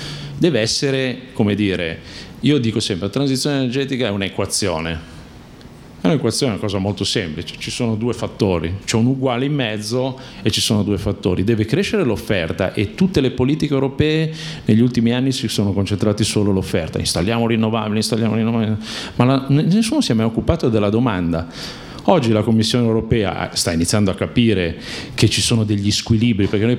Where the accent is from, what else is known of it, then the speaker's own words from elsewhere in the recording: Milan, Lombardy, Italy; non qui, ma perché sono di Milano.